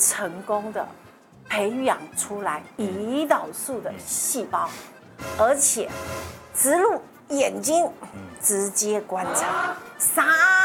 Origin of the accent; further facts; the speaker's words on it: Taiwan; born there; 我们出生在台湾